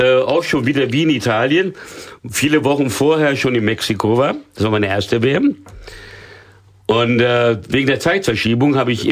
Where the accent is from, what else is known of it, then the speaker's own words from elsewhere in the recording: São Paulo, Brazil; Als Baby nach São Paulo, da bin ich aufgewachsen.